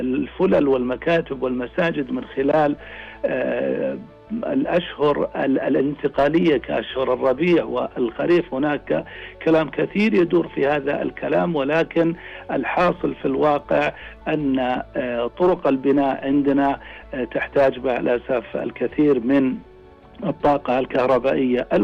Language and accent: Arabic; Saudi Arabia; عندنا في المملكة العربية السعودية